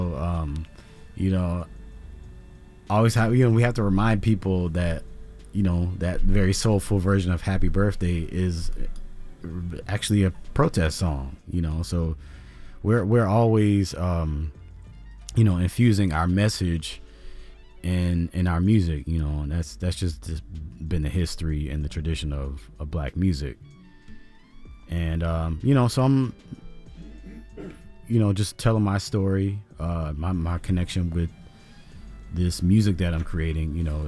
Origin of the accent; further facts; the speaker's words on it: Washington, District of Columbia, United States; I grew up in Washington, D.C., and, you know, my mom, she worked for actually several founding members of the Congressional Black Caucus.